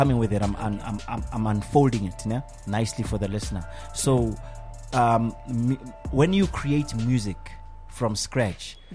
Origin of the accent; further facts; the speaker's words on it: Ekurhuleni, Gauteng, South Africa; You and I are from Ekurhuleni. It's in the East Rand. Yeah. In the East of Joburg.